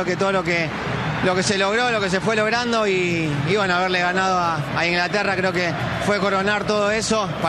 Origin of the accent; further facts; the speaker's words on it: Argentina; obviamente como argentino me gustaría que siga